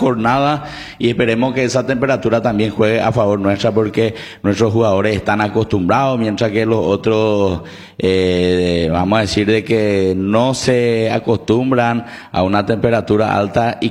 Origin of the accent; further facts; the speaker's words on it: Paraguay; como paraguayo, como nuestra raza